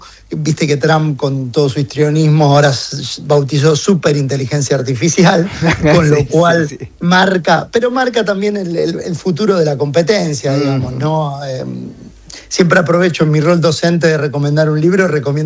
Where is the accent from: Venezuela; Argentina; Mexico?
Argentina; pero también como argentino